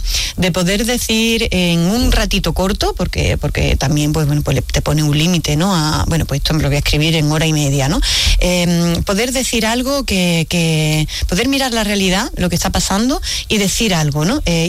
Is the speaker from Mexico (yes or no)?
no; Jaén, Andalusia, Spain; now in Seville, Spain; Yo soy trianera de Jaén